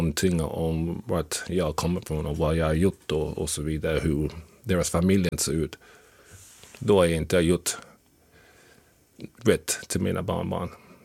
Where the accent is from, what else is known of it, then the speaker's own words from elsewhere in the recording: London, United Kingdom; Swedish is a second language; now in Sweden; när jag växte upp i London och vad jag fick gå igenom innan jag kom till Sverige